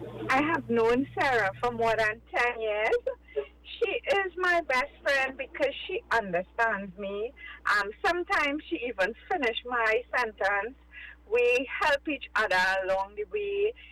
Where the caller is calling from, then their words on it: Mayaro, Trinidad & Tobago